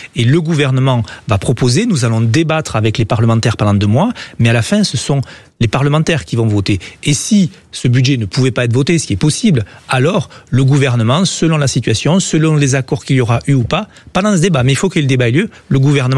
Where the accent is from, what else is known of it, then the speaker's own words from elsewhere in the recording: Occitanie, France; moi je viens d'Ariège, c'est un milieu très rural